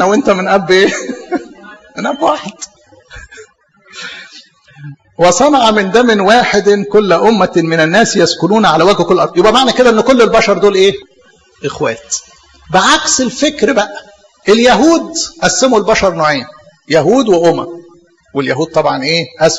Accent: Egypt; born there; انا اتولد مصري

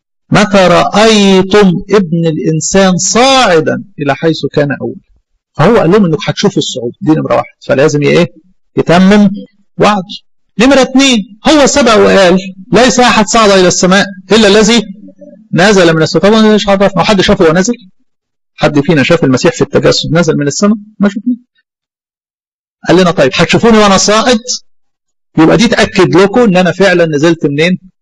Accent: Egypt; جبال اليهودية غير الجبال عندنا في مصر، يعني الجبل بتاع الجبل الشرقي في البحر الاحمر مثلا

